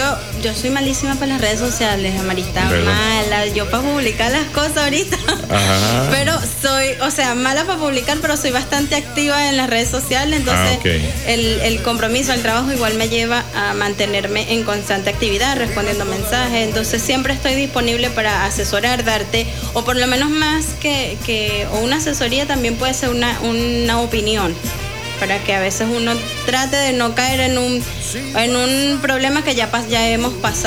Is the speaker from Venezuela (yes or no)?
yes; Venezuela; moved away; hace 9 años que yo me fui de Venezuela y no había tantas marcas de café.